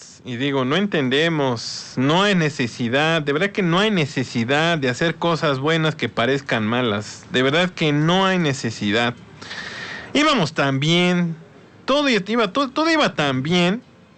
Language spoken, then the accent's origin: Spanish; Mexico; Y le digo algo, como mexicano, pues simplemente nos queda apoyar a nuestra selección.